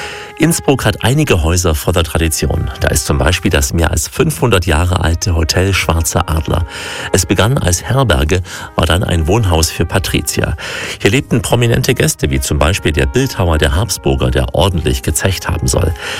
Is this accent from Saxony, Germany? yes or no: yes; Saxony, Germany; Als Sachse kennt man den Bautzner.